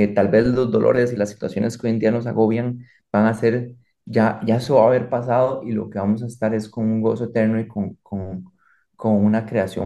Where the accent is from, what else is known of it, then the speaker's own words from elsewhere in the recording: Costa Rica; es hasta simbólico para nosotros como costarricenses